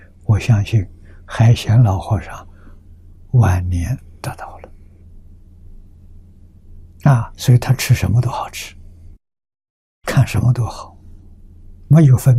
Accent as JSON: {"language": "Chinese", "country": "China", "said": "我们中国人黑眼珠。啊，西方人是蓝眼珠"}